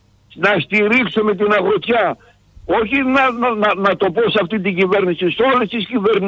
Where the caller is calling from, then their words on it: Ano Zervochori, Central Macedonia, Greece; από Άνου Ζερβουχώρη Ναούσης.